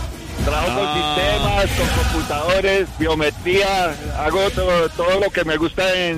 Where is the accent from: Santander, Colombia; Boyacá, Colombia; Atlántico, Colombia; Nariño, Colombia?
Santander, Colombia; Barrancabermeja; now in Bogotá, Colombia; Yo soy de Barrancabermeja, Santander.